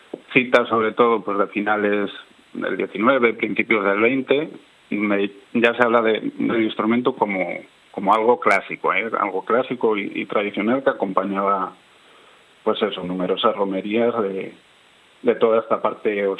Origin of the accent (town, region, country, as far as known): Cantabria, Spain